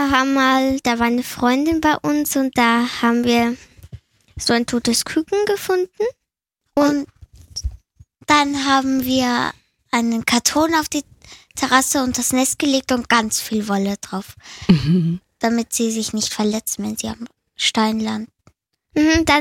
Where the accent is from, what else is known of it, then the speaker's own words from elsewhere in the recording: Vienna, Austria; Wir kommen aus Wien, in Stammersdorf.